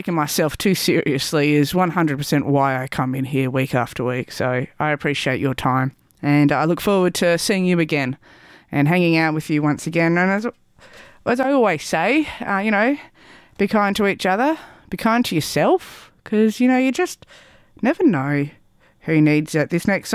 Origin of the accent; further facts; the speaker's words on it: Melbourne, Victoria, Australia; You know, I'm from Melbourne, and you want to talk about a multicultural place? Melbourne is it.